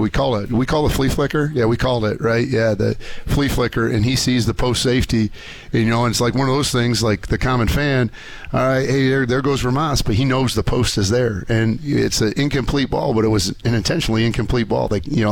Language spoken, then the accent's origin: English; Michigan, United States; I'm from Genesee County. He's from Genesee County. He went to Montrose High School. I went to Burton Atherton High School